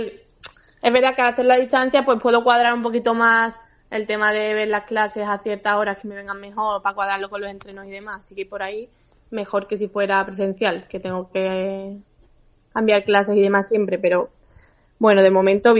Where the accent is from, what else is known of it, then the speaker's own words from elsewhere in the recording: Seville, Andalusia, Spain; moved away as an adult; now in Valladolid, Spain; De Sevilla, yo estoy de Sevilla.